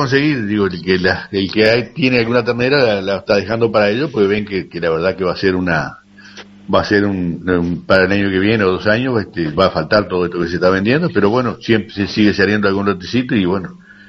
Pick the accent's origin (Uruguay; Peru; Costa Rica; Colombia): Uruguay; somos uruguayos